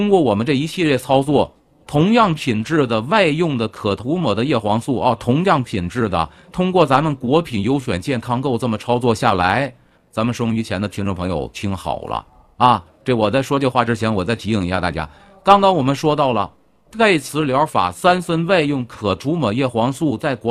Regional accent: China; 啊，我说的是让我们中国人用上，是让我们普通老百姓都能用上。

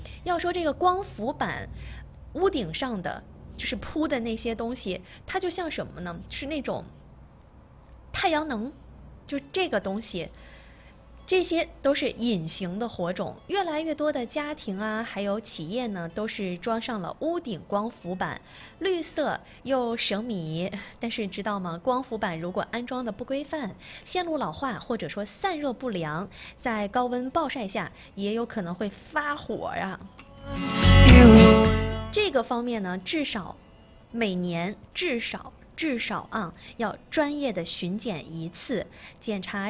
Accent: Northeast China, China

